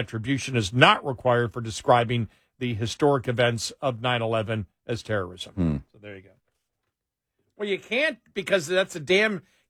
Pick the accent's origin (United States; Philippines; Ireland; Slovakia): Ireland; I'm Irish. I didn't take personal offense to that.